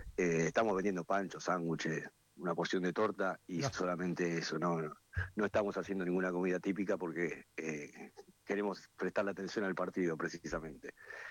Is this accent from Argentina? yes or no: yes; Argentina; nosotros somos argentinos, pero también nos sentimos